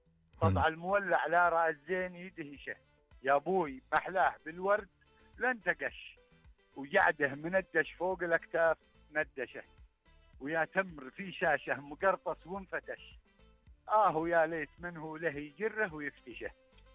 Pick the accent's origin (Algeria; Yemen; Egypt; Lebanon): Yemen; now in Riyadh, Saudi Arabia; أنا يا طويل العمر من اليمن.